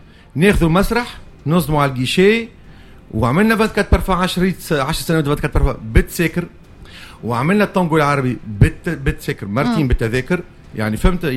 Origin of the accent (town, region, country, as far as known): Tunisia